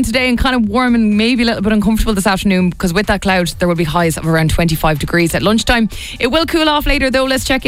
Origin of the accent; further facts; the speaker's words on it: Ireland; because we're Irish